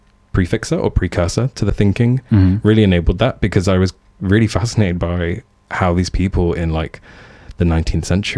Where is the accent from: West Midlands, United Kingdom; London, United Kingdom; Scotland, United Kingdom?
West Midlands, United Kingdom; Coventry; I'm from Coventry, I'm Libyan